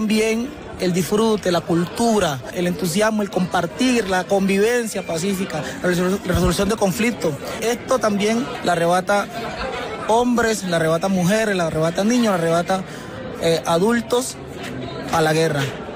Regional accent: Quibdó, Chocó, Colombia; vigía del fuerte en mi zona, vengo de Quidol.

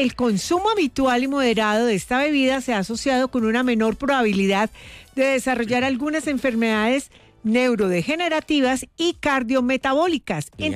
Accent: Eje Cafetero, Colombia; Entonces, yo soy nieta de cafetero, soy del eje cafetero.

